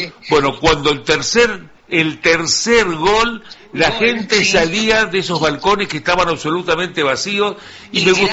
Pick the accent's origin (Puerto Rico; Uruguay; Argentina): Uruguay; yo no soy argentino, soy orgullosamente uruguayo